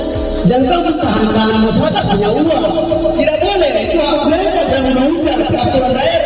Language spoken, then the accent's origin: Indonesian; Southwest Papua, Indonesia; kami orang Mui